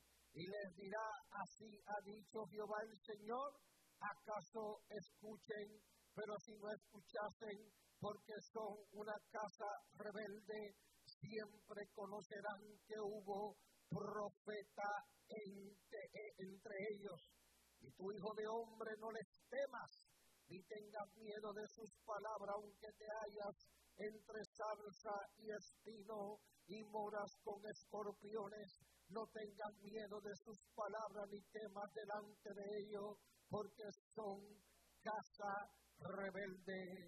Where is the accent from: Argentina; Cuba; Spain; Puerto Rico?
Puerto Rico; es puertorriqueño, igual que yo.